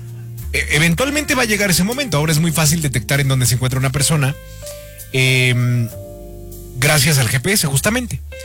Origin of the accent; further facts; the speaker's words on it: Mexico; vivimos en un país